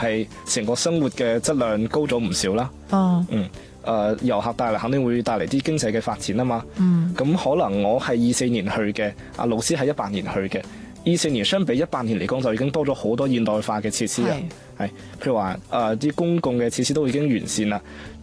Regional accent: Guangzhou, Guangdong, China; 大家好，我嚟自广东广州，

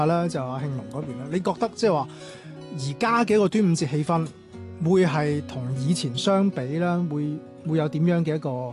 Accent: Guangzhou, Guangdong, China; 儘管後期其實我係喺廣州長大嘅，我即係我父母嗰代已經出咗嚟廣州啦，咁喺呢一邊呢就成長嘅。

